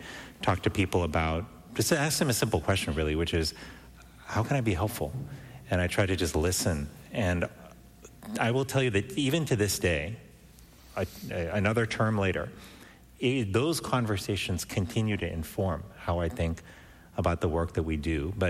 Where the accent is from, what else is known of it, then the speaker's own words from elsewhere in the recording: Miami, Florida, United States; Miami, Florida, which is where I grew up, although I must tell you, so many times when people realize that I was born in Miami and brought up in Miami, they say, you don't really look like someone who's from Miami.